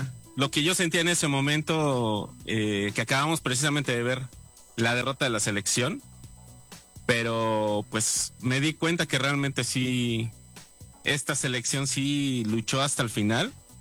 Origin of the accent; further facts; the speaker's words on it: Mexico City, Mexico; soy un músico de Ciudad de México.